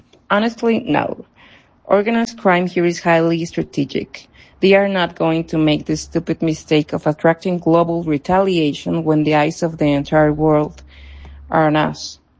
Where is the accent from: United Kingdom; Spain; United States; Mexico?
Mexico; Mexico City; I'm from Mexico City.